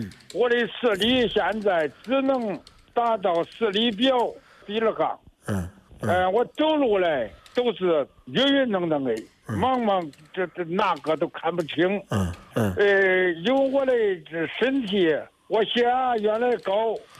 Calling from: Luoyang, Henan, China; 我是在河南洛阳的。

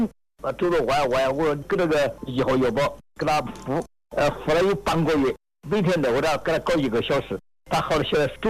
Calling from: Zhongxiang, Hubei, China; 我是中强创业农场的。

